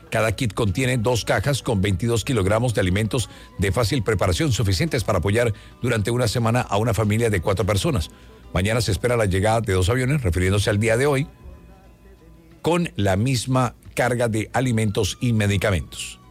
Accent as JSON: {"language": "Spanish", "country": "Colombia", "said": "Estamos para unirnos como colombianos."}